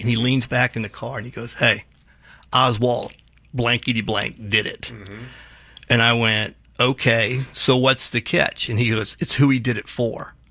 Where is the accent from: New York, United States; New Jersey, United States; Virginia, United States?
Virginia, United States; I'm from Virginia.